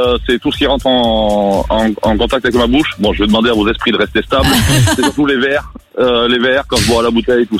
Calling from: Villenave-d'Ornon, Nouvelle-Aquitaine, France; Sud de Bordeaux, Villeneuve-d'Ornon.

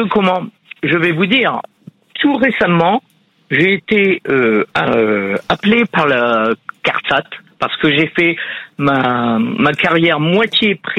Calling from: Hauts-de-France, France; De l'Aisne.

